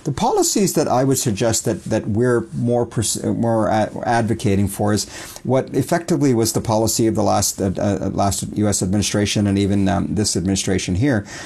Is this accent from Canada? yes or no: yes; Canada; It's been pretty darn easy being Canadian.